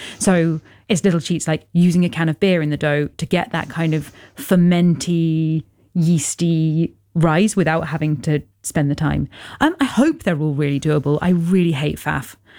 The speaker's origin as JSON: {"language": "English", "region": "London", "country": "United Kingdom", "tie": "born or raised there", "said": "I was born in London, like London is my home and I feel very strongly that, you know, everywhere I've lived in London, I've lived in a lot of places, as probably most Londoners have, the kind of shuttle from rental flat to rental flat"}